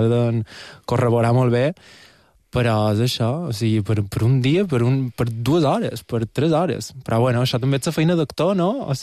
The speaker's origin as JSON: {"language": "Catalan", "town": "Portocolom", "region": "Balearic Islands", "country": "Spain", "said": "Era allà on jo soc de Portocolom i vaig molt a Sallà"}